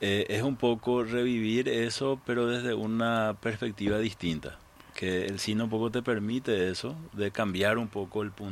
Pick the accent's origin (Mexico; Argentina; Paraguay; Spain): Paraguay; Tomamos un poco la excusa del fútbol para hablar de nosotros como paraguayos, de nuestra cultura